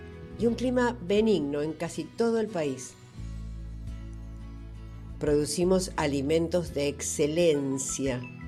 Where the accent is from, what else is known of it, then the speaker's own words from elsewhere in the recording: Argentina; Soy argentino. Estoy orgulloso de ello.